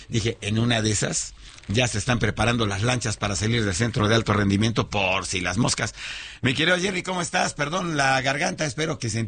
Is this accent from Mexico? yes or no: yes; Mexico; Yo soy mexicano, amo a mi país